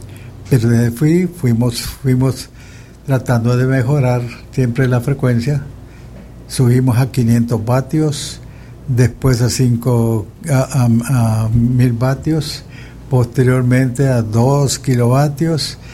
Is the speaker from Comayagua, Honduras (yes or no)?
yes; Siguatepeque, Comayagua, Honduras; born there; also born or lived in San Marcos de Colón; yo soy nacido de Siguatepec, en el centro del país